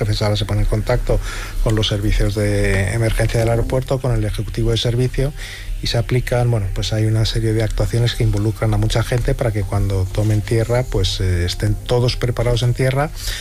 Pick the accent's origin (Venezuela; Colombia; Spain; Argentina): Spain; aunque somos un país un poco en ese sentido, pues somos muy, muy pesimistas